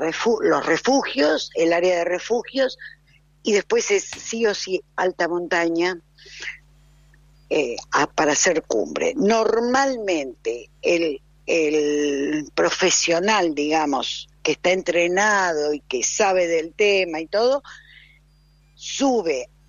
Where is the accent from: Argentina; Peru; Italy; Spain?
Argentina; San Martín de los Andes, Neuquén; born there; Yo soy nacida en San Martín hace muchos años.